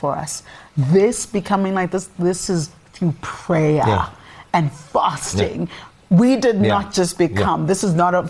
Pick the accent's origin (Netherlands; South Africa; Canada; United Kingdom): South Africa; Inside of South Africa, polygamy is not a new conversation for us.